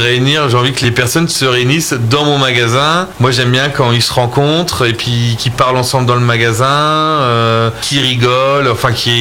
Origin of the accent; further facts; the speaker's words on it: Reims, Grand Est, France; on se dit, ben moi je viens de Reims